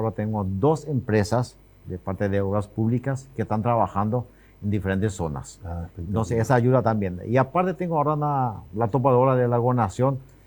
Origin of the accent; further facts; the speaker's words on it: Paraguay; yo soy paraguayo, o sea, yo voy a quedar en Paraguay. Yo demasiado amo a Paraguay.